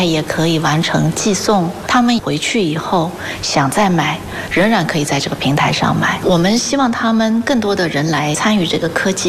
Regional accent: China

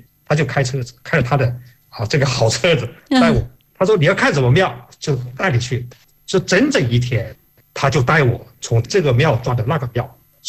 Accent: China; 我说我是从中国来呀。

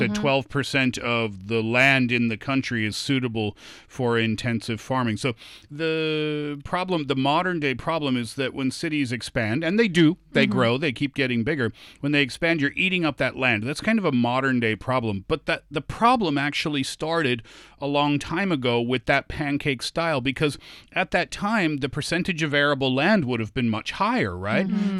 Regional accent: Canada; sorry, I'm Canadian.

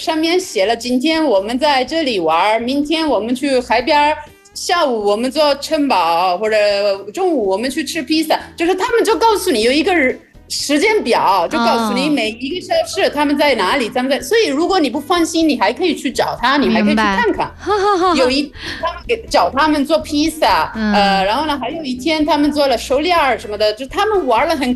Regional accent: Italy; 这个是对我们意大利人来说最好玩的，这个真的是度假，

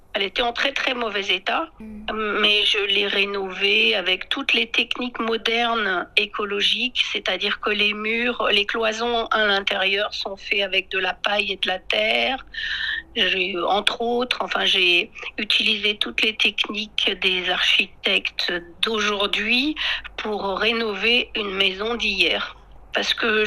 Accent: France; parce que près de ma région d'origine en France, il y a aussi des maisons en terre battue.

